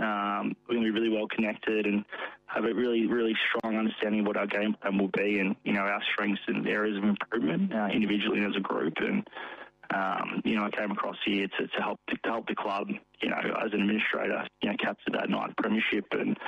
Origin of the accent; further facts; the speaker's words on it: Melbourne, Victoria, Australia; Well, I mean, look, you know, Phil and Andrew are aware I'm from Melbourne